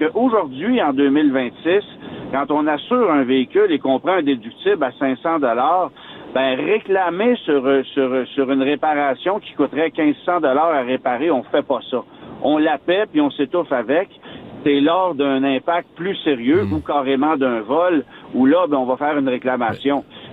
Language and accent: French; Quebec, Canada; chez nous, au Québec